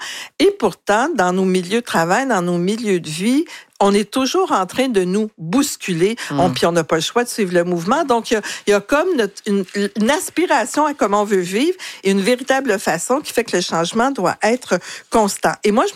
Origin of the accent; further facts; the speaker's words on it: Quebec, Canada; Alors donc, en tant que Québécois, ça ne devrait pas m'intéresser.